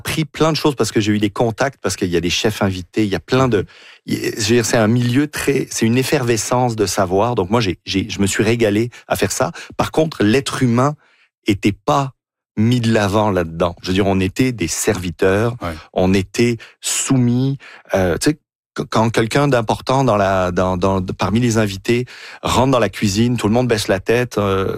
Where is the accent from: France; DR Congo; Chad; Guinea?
France; also born or lived in Quebec, Canada; Je suis né en France. Je suis arrivé ici avec mes parents, j'avais un an ou deux, et je suis reparti plus jeune. Je suis reparti vers 10 ans. J'ai fait mon apprentissage en France, donc j'ai vraiment partagé mon temps entre le Québec et la France.